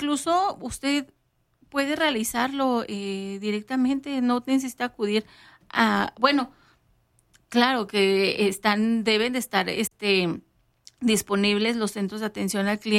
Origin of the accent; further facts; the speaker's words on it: Mexico; como buen mexicano, pues todos andamos a última hora haciendo ese trámite